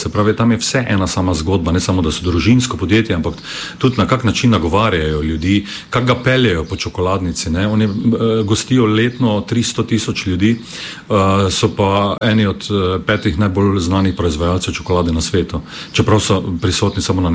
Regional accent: Styria, Slovenia; malo iti na to našo štajarsko, bi rekel, pripadnost naši državi, zdaj, ko je nam praznik za nami, da smo Slovenci

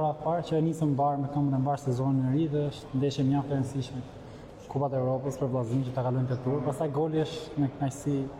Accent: Elbasan, Elbasan County, Albania; born there; për respektin që kam për tifozët e Elbasanit, për qytetin tim të lindjes

